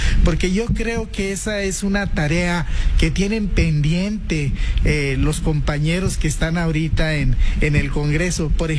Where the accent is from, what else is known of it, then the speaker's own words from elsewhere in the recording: Saltillo, Coahuila, Mexico; No, yo soy de aquí, de Saltillo. Aquí, soy el director de la Jesús Rostro Campa en General Cepeda, Coahuila.